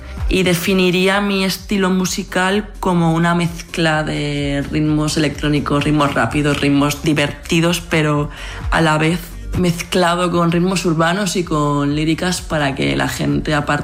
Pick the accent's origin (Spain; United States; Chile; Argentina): Spain; Valencia, Valencian Community; born there; now in Madrid, Spain; Tengo 26 años, nací en Valencia y a día de hoy estoy viviendo en Madrid.